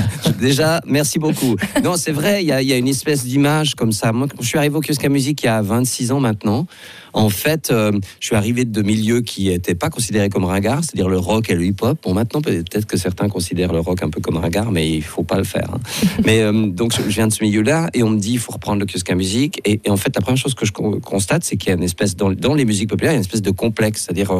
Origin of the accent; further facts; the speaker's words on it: Switzerland; chez nous en Suisse